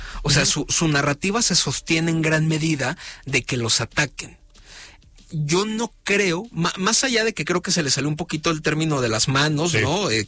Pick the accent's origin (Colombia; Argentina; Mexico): Mexico; a mí como mexicano claramente me preocupa la percepción